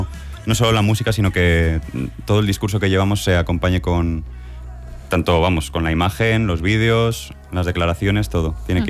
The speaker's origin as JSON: {"language": "Spanish", "town": "Alicante", "region": "Valencian Community", "country": "Spain", "also_born_or_lived": "Murcia", "said": "yo soy alicantino y amo mi ciudad"}